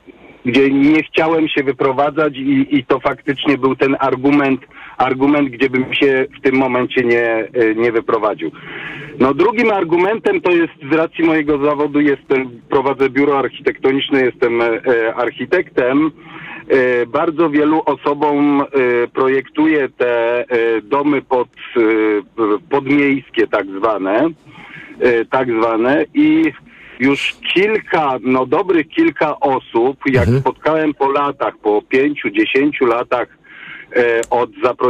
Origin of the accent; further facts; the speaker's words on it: Kraków, Lesser Poland, Poland; Ja generalnie jestem z Krakowa, nie mieszkam w Krakowie.